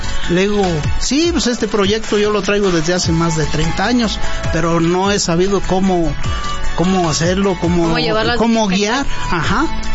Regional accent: Quiroga, Michoacán, Mexico; now in Morelia, Mexico; Yo soy oriundo de Mero Quiroga, Michoacán.

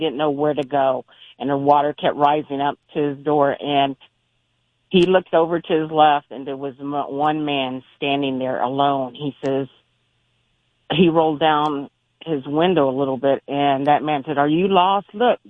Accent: Houston, Texas, United States; I'm originally from Houston, native Houstonian

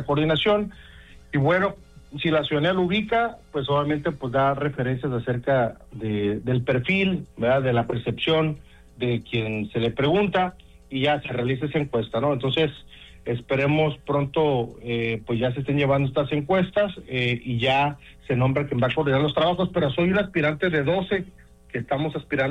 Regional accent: Tijuana, Baja California, Mexico; born there; Nací en Tijuana, soy profesor de primaria, orgullosamente maestro normalista, egresado de la Normal Fronteriza de Tijuana.

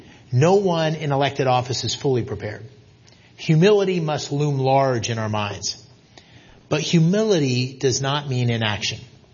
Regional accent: Bloomsburg, Pennsylvania, United States; I grew up in Bloomsburg, Pennsylvania, where the McGee Carpet Mill employed 2,000 people.

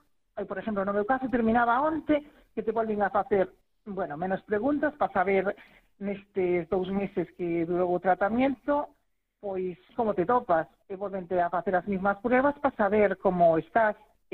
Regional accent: A Guarda, Galicia, Spain; Eu, por exemplo, son da Guardia, e desplazarte a Santiago, isto leva un custo

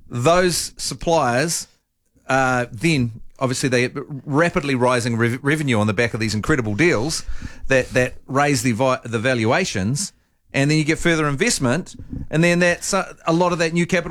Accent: Dunedin, Otago, New Zealand; also born or lived in Invercargill; I'm from Dunedin, but my family's from Invercargill, so I spend a lot of time down there.

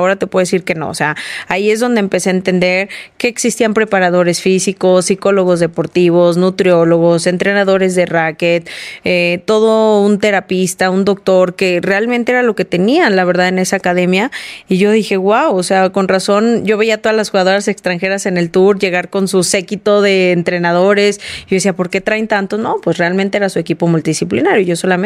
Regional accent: San Luis Potosí, Mexico; Y bueno, pues tú sabes, yo soy originaria de San Luis Potosí, y me tocó verlo entrenar ahí en la loma a Phelps

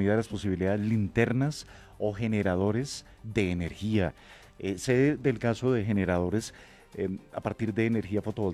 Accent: Colombia; lo resolvemos todos como, sí, colombianos

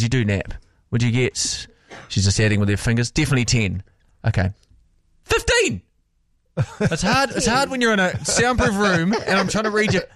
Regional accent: New Zealand

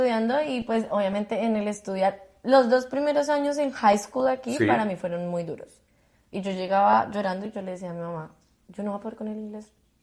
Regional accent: Colombia; Porque yo venía con un promedio muy bueno de Colombia.

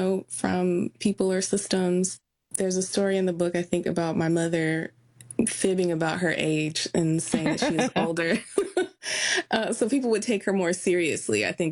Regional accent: Wayne, Michigan, United States; born there; moved away; also born or lived in Los Angeles; I was born in Wayne at Wayne Memorial Hospital in Michigan. My mother's family is from Michigan going back 100 years. And we moved to Los Angeles when my parents got divorced and my brother died.

